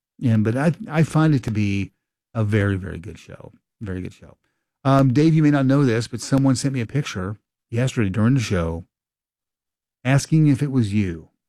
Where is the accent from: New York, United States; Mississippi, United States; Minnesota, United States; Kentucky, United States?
Kentucky, United States; I grew up in Kentucky on the Ohio River, and all of the radio stations and TV stations that I watched and listened to were Indiana stations